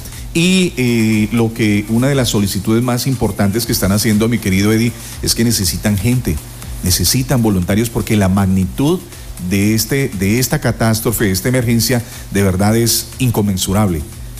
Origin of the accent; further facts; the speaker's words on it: Colombia; Todos somos colombianos